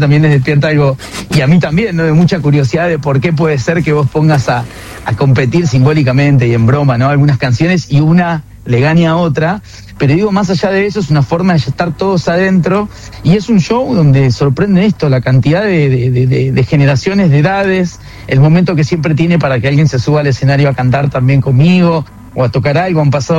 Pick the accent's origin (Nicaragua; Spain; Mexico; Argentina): Argentina; Buenos Aires; la influencia de que también, como porteños, hay que decir que tomamos de los folclores, ¿no?